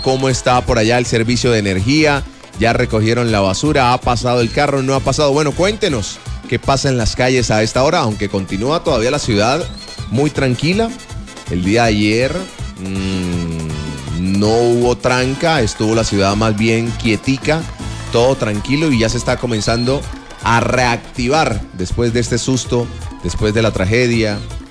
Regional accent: Colombia; Como colombiano hemos aprovechado y hemos sabido manejar las redes sociales para la búsqueda de personas, para comunicarnos con las personas.

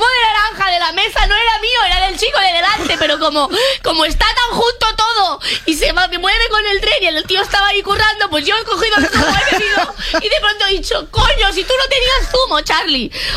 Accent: Catalonia, Spain

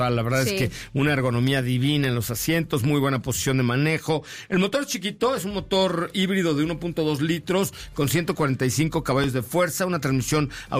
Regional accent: Mexico City, Mexico; born there; Yo nací en la colonia Roma.

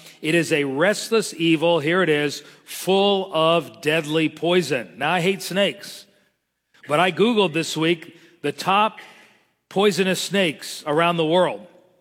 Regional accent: Miami, Florida, United States; I remember when I was growing up in Miami, I got in trouble. I was 6, 7 years old

